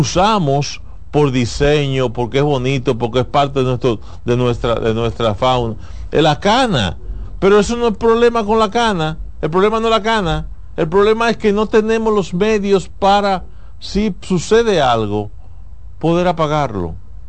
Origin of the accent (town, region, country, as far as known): Dominican Republic